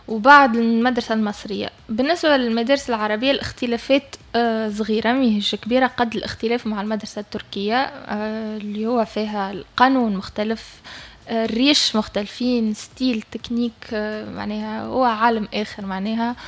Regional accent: Tunisia; moved away as an adult; also born or lived in Portugal / Spain; now in Dubai, United Arab Emirates; كبرت من الاول في تونس

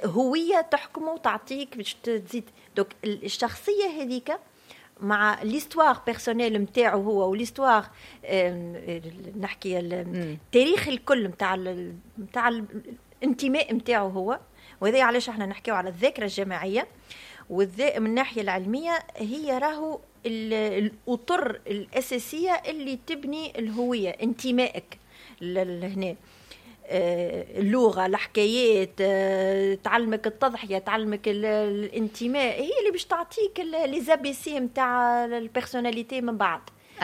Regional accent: Tunisia; اني تونسي عندي، تونسي عندي تاريخ 3500 عام حضاره وراي.

